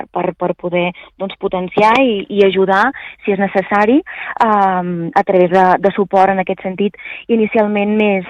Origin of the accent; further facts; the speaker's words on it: El Pla de Santa Maria, Catalonia, Spain; jo sóc del territori, sóc del Camp de Tarragona, i tant, sí. Jo sóc del Pla de Santa Maria, just al costat